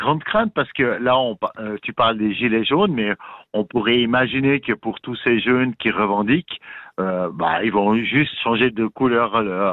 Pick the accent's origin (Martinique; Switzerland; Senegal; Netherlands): Switzerland; chez nous en Suisse.